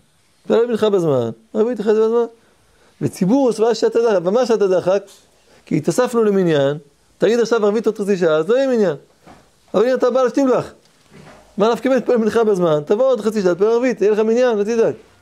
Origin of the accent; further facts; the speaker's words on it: Tel Aviv, Tel Aviv District, Israel; אני גדלתי בתל אביב